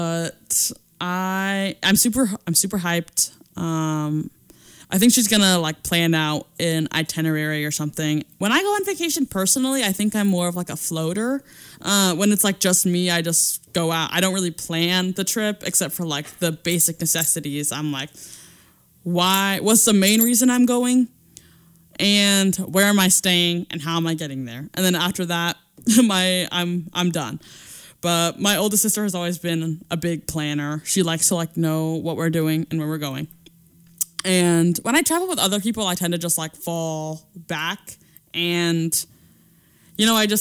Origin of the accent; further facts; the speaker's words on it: California, United States; now in Spokane, United States; I have a summer birthday. I'm from California.